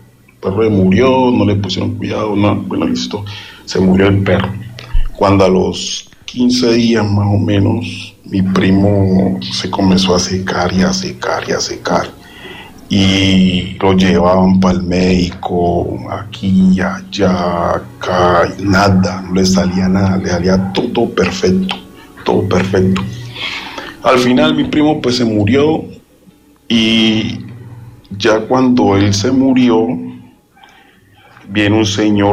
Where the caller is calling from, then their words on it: Candelaria, Valle del Cauca, Colombia; yo vivo en Candelaria, Candelaria del Cauca.